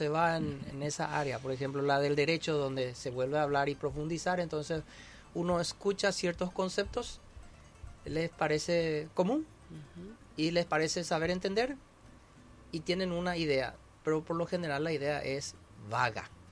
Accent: Paraguay; somos nosotros los paraguayos.

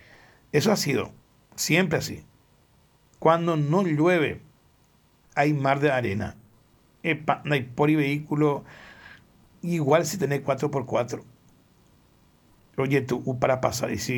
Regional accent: Pilar, Ñeembucú, Paraguay; nosotros que somos acá de Pilar

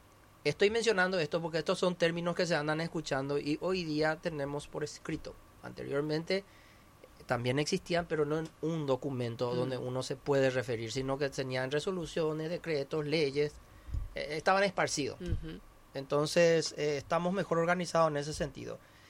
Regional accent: Paraguay; Es la población, somos nosotros los paraguayos.

